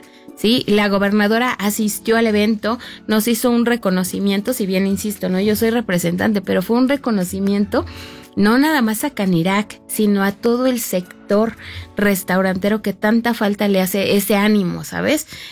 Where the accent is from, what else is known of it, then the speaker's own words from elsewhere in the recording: Huitzilac, Morelos, Mexico; Tepoztlán, que a mí me encanta, después de mi pueblo maravilloso también, que es Huitzilac, ¿no?